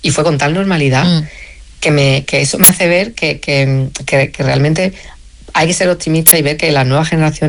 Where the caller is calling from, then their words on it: France; Un abrazo … de Francia.